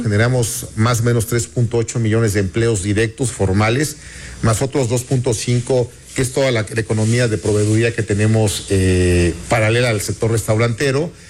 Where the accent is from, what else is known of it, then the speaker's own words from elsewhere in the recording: Puebla, Mexico; Yo soy poblano